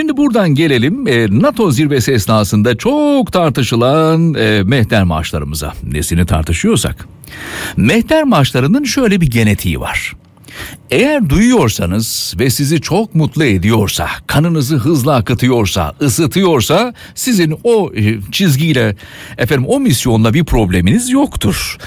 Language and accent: Turkish; Istanbul, Turkey; ben İstanbul'da doğdum, büyüdüm, yetiştim.